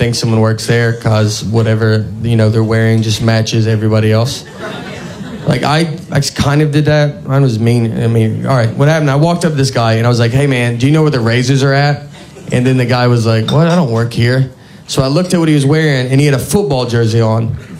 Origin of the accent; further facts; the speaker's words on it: the South, United States; growing up in the South, no one honks their horn ever